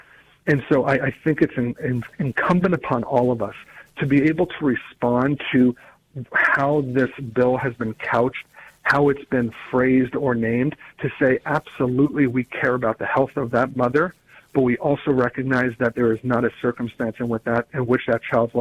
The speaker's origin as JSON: {"language": "English", "region": "Virginia", "country": "United States", "tie": "born or raised there"}